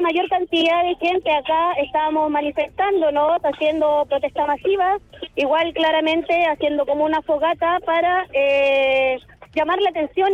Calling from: Quilpué, Valparaíso, Chile

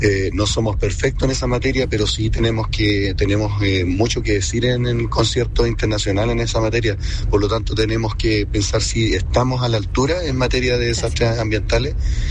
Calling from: Puerto Montt, Los Lagos, Chile; de Puerto Montt.

